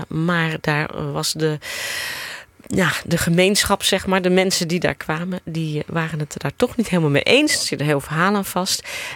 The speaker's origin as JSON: {"language": "Dutch", "town": "Amsterdam", "region": "North Holland", "country": "Netherlands", "tie": "born or raised there", "said": "Ik woonde zeg maar op letterlijk een steenworp afstand van de kerk. Dan ben ik ook opgegroeid in Amsterdam."}